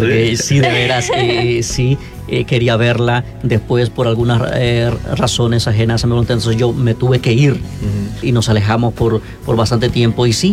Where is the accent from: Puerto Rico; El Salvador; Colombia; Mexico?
El Salvador; Yo vengo de un país muy bonito, El Salvador, Centroamérica.